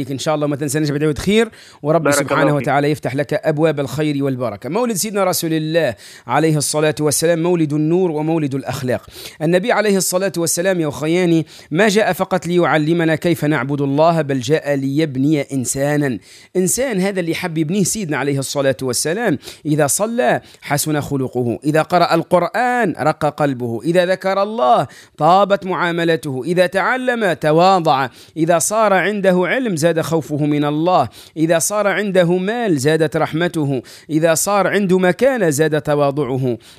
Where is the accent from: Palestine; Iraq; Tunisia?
Tunisia; accent: Tunisian; نحن في لهجتنا التونسية العادية